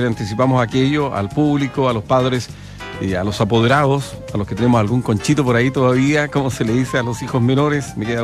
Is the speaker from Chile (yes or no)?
yes; Chile; Y obviamente, como buen chileno, uno quiere participar de cada una de estas actividades siempre que se pueda.